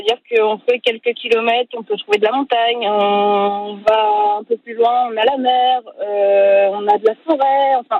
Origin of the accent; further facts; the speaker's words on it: Brittany, France; now in Morbihan, France; Mais je suis originaire des Côtes d'Armor.